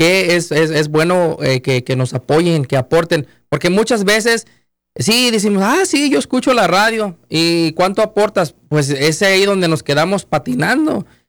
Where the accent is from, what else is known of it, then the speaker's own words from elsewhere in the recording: Mexico; Estamos hablando de que nosotros tenemos esa herencia como mexicanos, ¿verdad?